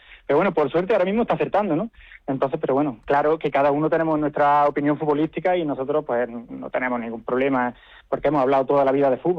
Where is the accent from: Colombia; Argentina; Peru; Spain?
Spain; Loja, Andalusia; El sentir de Loja, en mucha parte, ha sido más cercana a Málaga que a Granada, en mucha parte de la población, y yo me incluyo.